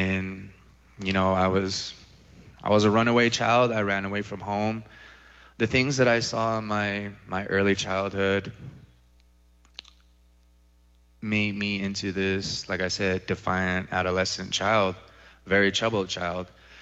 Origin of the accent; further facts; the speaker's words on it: Albuquerque, New Mexico, United States; They found out that I was from Albuquerque, but I'm full-blown Zuni.